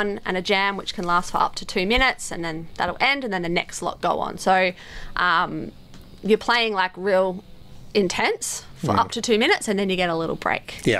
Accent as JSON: {"language": "English", "region": "East Coast", "country": "Australia", "said": "So we'd I'm also from the East Coast, so like in NRL"}